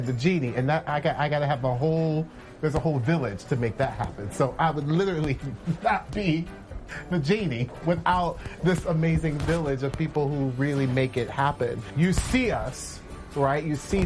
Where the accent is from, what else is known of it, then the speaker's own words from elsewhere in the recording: Orlando, Florida, United States; I grew up in Orlando, Florida